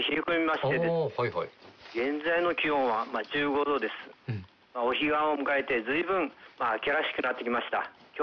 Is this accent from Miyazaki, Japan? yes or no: yes; Takachiho, Miyazaki, Japan; はい、私の村、秋元集落といいますけども、2009年からですから17年前から限界集落の